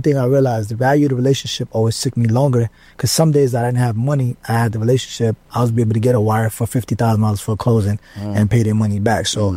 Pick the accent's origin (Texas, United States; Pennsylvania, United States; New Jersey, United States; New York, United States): New Jersey, United States; Jersey City; moved away as an adult; now in Atlanta, United States; I'm from Jersey City, mainly.